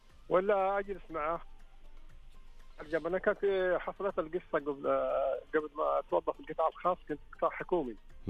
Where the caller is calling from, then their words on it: Riyadh, Riyadh Province, Saudi Arabia; والله طالع من الرياض راجع البيت بعد الدوام.